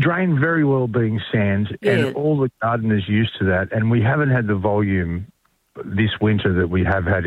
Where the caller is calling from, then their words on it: Budgewoi, New South Wales, Australia; We are on the black sand there at Budgiewoy. We live near the beach